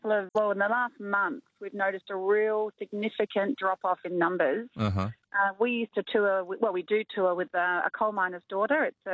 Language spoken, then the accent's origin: English; Corny Point, South Australia, Australia; I'm from Corny Point in South Australia, but I'm sitting on the side of the road at Peak Hill.